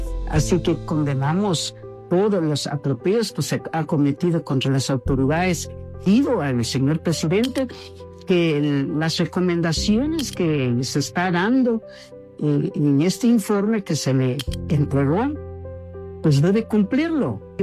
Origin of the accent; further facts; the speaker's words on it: Santa Lucía Utatlán, Sololá, Guatemala; Invito al municipio de Santa Lucía, Tatlán, de donde soy originaria, de donde también estuve prestando mi servicio en el 2022 y 2023